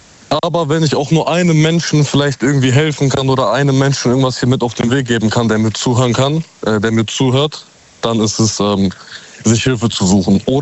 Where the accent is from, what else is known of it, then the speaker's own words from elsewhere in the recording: Recklinghausen, North Rhine-Westphalia, Germany; born there; Ich komme gebürtig aus Recklinghausen.